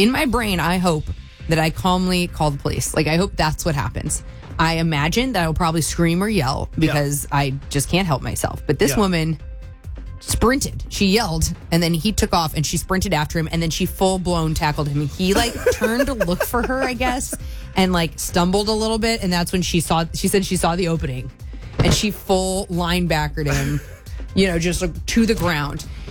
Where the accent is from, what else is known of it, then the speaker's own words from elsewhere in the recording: St. Louis, Missouri, United States; He's from Cleveland, exactly. I'm from St. Louis. We've lived in worse places.